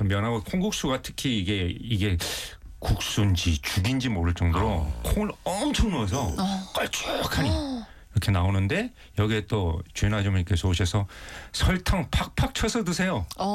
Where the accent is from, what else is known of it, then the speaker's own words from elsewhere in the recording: Busan, South Korea; 아버지는 창선에서 나셨고 이제 부산으로 건너오셔서 제 개인적인 고향은 부산인데 어쨌든 어렸을 때 할아버지가 여기서 살고 계셨어요.